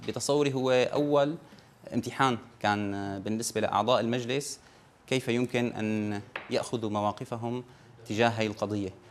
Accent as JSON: {"language": "Arabic", "country": "Syria", "said": "والعزاء لنا كسوريين جميعا"}